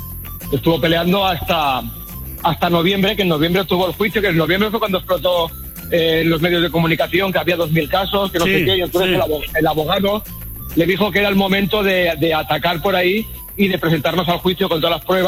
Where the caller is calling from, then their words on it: Castellón de la Plana, Valencian Community, Spain; Yo soy de Castellón.